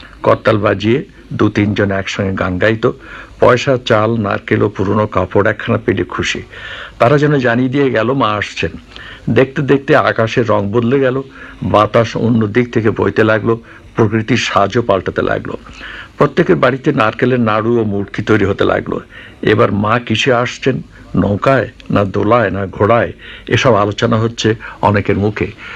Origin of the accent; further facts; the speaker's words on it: Bangladesh; আমার ছোটবেলা কেটেছে সাধারণ এক গ্রামে, সে গ্রাম এখন বাংলাদেশের অন্তর্ভুক্ত। ছোট্ট এক নদীর ধারে সে গ্রাম, আয়তনে ছোট বলে গ্রামের সকল লোকের মধ্যে খুব মেলামেশা ছিল